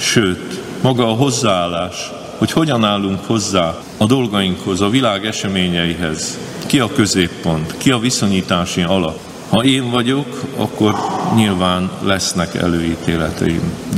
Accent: Nógrád, Hungary; Hát mondjuk Nógrád megyében, ahonnan én származom, egy kicsi faluból

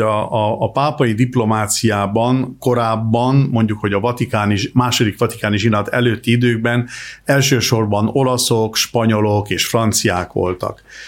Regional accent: Hungary; moved away; Az én számomra ez egy természetes dolog, hogy én egy magyar háttérből jövök, és magyarként élek a világban, akkor is, ha gyakorlatilag 39 éve már külföldön élek

